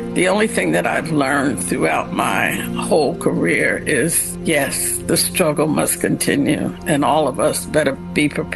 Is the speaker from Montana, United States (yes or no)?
no; Philadelphia, Pennsylvania, United States; I was raised in North Philadelphia in a stable and aspirational neighborhood that included Black doctors, lawyers, teachers, store owners, and nurses, as well as solid middle-class, working-class folks.